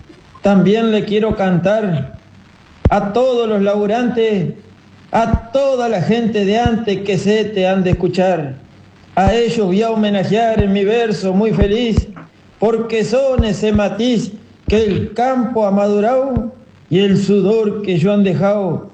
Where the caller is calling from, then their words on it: La Pelada, Santa Fe, Argentina; la copla improvisada de mi pueblo, la pelada